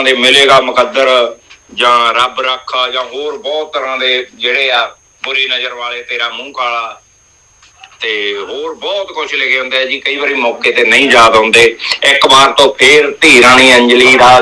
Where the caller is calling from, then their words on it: Hathur, Punjab, India; main ਬਾਜ਼ਾਰ ਹਟੂਰ ਤਹਿਸੀਲ ਜਗਰਾਉਂ ਜ਼ਿਲ੍ਹਾ ਲੁਧਿਆਣਾ